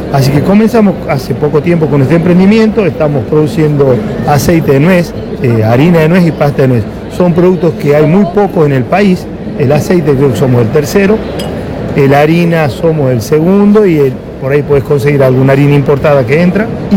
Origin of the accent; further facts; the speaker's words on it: Belén, Catamarca, Argentina; soy de Catamarca, del interior de Catamarca, un pueblito que se llama Belén. Les cuento, soy de una zona que producimos nueces, yo soy tercera generación